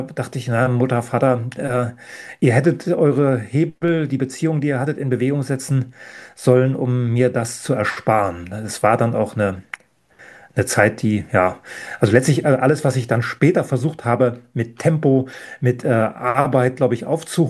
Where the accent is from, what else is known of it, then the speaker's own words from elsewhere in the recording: East Germany, Germany; Ich muss wieder zurück zu meinen Wurzeln, zu dem, wo ich herkomme. Ich muss das nach außen tragen. Wenn schon ein Ostdeutscher so eine Position hat, wenn ein Ostdeutscher an so einer westdeutschen Elite-Universität sprechen darf, dann muss ich da Sachen anbieten zur DDR